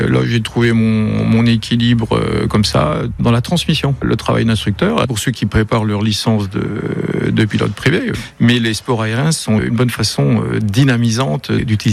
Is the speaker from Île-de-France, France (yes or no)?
no; Belfort, Bourgogne-Franche-Comté, France; born there; Moi, je suis né à Belfort. La moitié de mon ADN vient des mines de charbon de Ronchamp et 50% des griottes de Fougerolles.